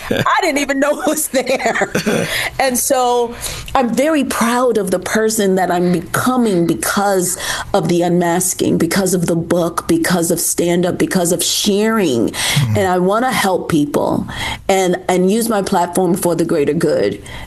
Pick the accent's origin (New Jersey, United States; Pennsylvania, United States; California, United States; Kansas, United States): New Jersey, United States; Newark; I grew up in Newark, New Jersey.